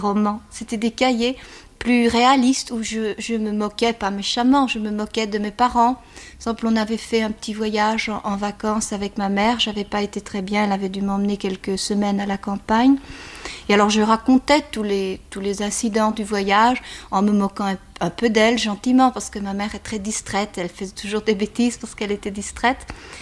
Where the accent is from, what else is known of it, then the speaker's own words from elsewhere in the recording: Flanders, Belgium; Oui, je suis flamande. Mes parents sont flamands.